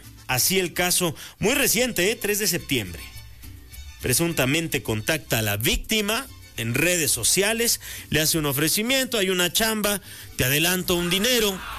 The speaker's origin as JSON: {"language": "Spanish", "country": "Mexico", "said": "No, uno se las ingenia como buen mexicano ahí con Doña Pelos."}